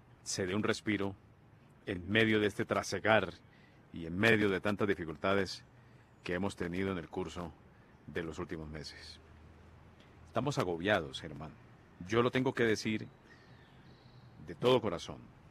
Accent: Colombia

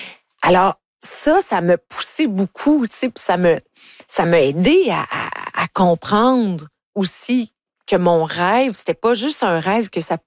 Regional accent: Ontario, Canada; moved away; moi, je viens de l'Ontario.

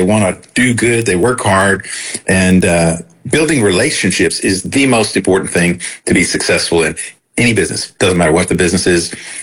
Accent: San Angelo, Texas, United States; born there; moved away; also born or lived in Corpus Christi; And then I lived in Corpus Christi for 8 years, and so South Texas, Central Texas, and I was born in West Texas, so I'm from San Angelo. So I'm Texas all through and through.

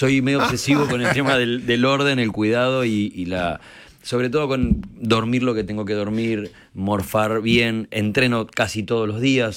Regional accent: Bahía Blanca, Buenos Aires Province, Argentina; Pero amo volver a Bahía. Están mis viejos, mi hermano, mis amigos.

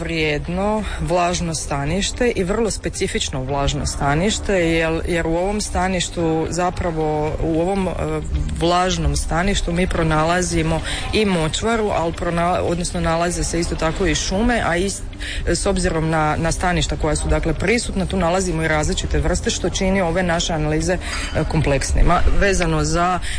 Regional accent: Amazon, Brazil; Pozdrav svima … ja dolazim iz Brazila, iz brazilske Amazonije.

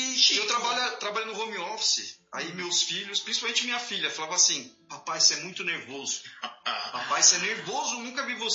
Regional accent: São Paulo, Brazil; moved away as an adult; now in Guararema, Brazil; Na realidade, eu sempre nasci em São Paulo, sempre morei em São Paulo. Frequentava aqui o interior só de final de semana.

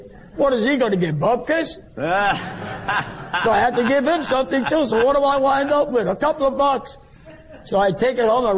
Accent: New York, United States; Because I come from Hell's Kitchen. What do I know?

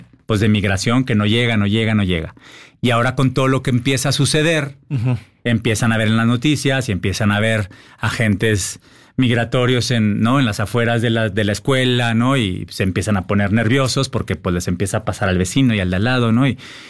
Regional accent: Mexico; now in United States; también soy un mexicano que vive en Estados Unidos.

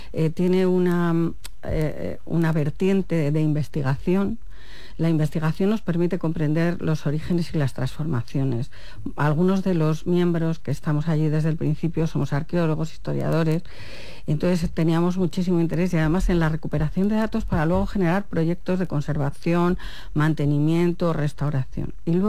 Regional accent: Cojeces del Monte, Castile and León, Spain; nosotros, los habitantes de Cojeces y gente de la comarca

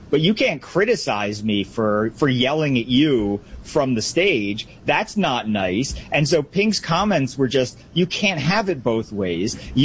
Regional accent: New Jersey, United States; Look, I grew up in New Jersey, and I am I hold conservative political beliefs, and I'm an Orthodox Jew who's pro-Israel.

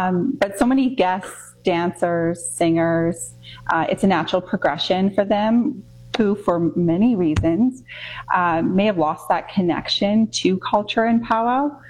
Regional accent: Manitoba, Canada; from Nisitchewasik Cree Nation, and I'm the founder and producer of NextGen.

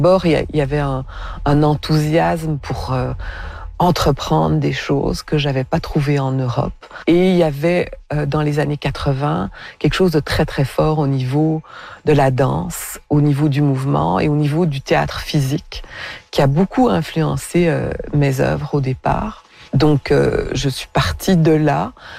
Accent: Belgium; now in Quebec, Canada; comme mon nom l'indique, je suis originaire de Belgique

